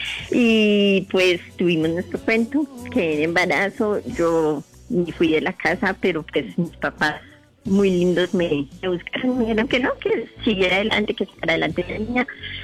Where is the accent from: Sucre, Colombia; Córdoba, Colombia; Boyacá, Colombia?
Boyacá, Colombia; now in Bogotá, Colombia; Nosotros nos vinimos de Boyacá para acá, para Bogotá.